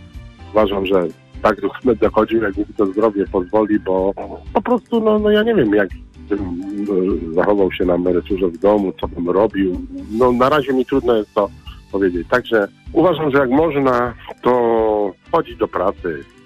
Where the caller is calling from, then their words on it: Poznań, Greater Poland Voivodeship, Poland; z Poznania.